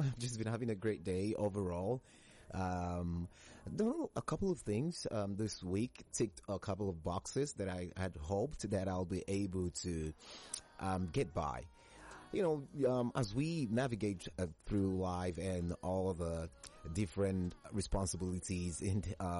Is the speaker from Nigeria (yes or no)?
yes; Nigeria